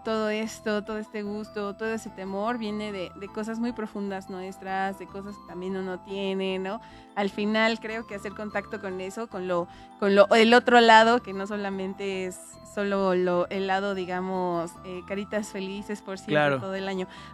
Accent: Mexico; que somos mexicanos

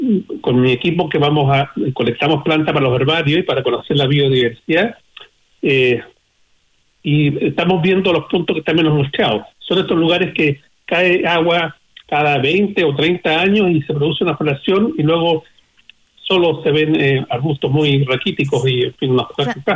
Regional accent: Copiapó, Atacama, Chile; yo que de chico nací en Coyapó

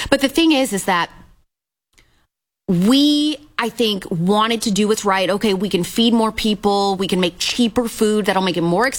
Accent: Midwest, United States; I'm from the Midwest.

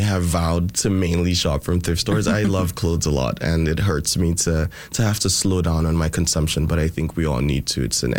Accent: Nigeria; now in Winnipeg, Canada; I'm from Nigeria

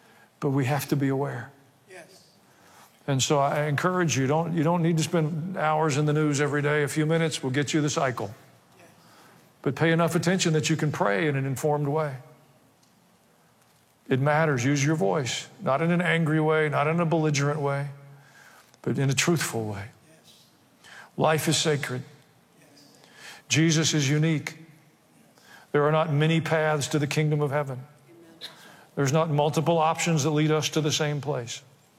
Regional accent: the South, United States; accent: southern

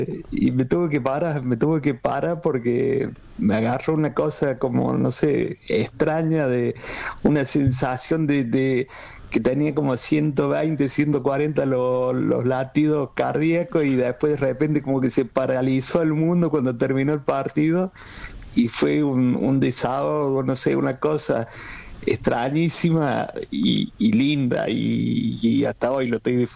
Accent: Córdoba, Argentina; moved away; Yo hace 21 años me fui de Alberdi y para mí es como que todavía estoy allá en Alberdi

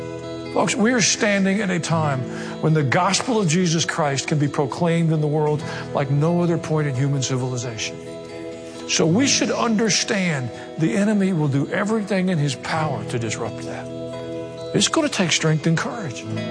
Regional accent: Southern United States, United States; accent: southern; in my southern accent in their language

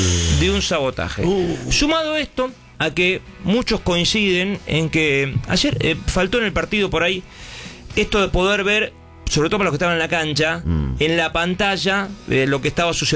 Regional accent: Argentina; No porque somos argentinos ni nada

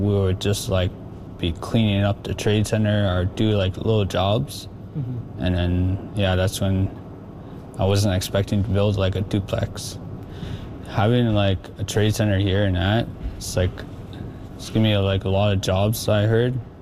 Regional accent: Fort Good Hope, Northwest Territories, Canada; I'm from Fort Good Hope. I lived here my whole life.

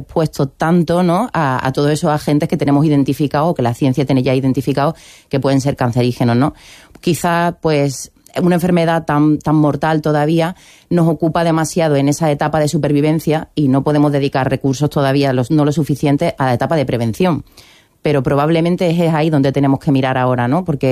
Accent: Algeciras, Andalusia, Spain; moved away; venir aquí a mi tierra

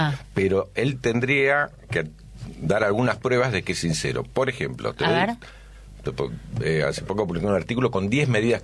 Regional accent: Argentina

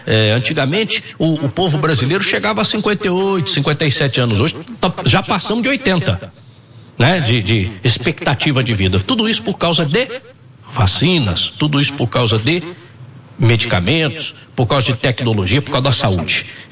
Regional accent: Minas Gerais, Brazil; born there; Afinal de contas, quando eu nasci, doutora, lá em Minas Gerais, morria muita criança, muita, né?

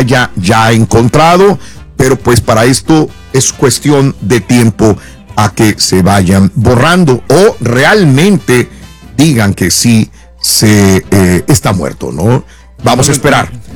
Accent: Mexico; Yo soy mexicano.

